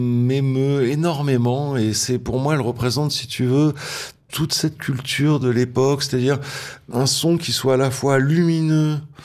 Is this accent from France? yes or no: yes; Île-de-France, France; j'ai grandi dans le Vaudois, dans une banlieue quand même assez lointaine, relativement triste, avec pas grand chose à faire